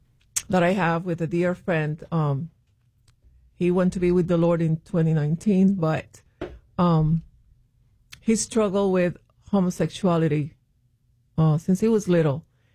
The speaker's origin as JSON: {"language": "English", "country": "Puerto Rico", "tie": "born or raised there", "said": "This is in Puerto Rico, from the city to my hometown, which is his hometown. It's a two-hour drive."}